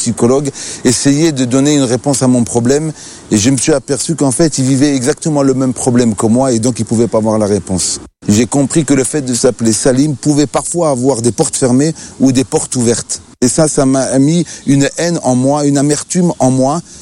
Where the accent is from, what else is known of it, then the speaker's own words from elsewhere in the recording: Algeria; Moi, en tant qu'Algérien, je voulais être un homme fort. Avec ma religion musulmane